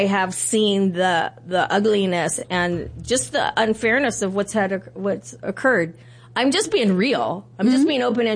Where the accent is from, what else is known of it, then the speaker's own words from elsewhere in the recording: Lahaina, Hawaii, United States; the Lahaina fire occurred, and it is my hometown. I'm born and raised